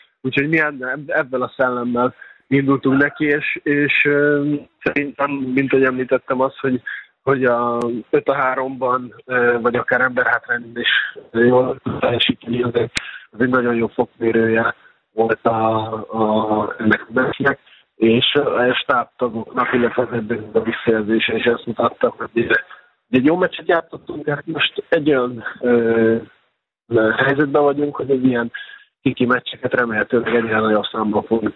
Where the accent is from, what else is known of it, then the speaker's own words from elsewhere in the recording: Hungary; magyarként ezt meg tudjuk élni.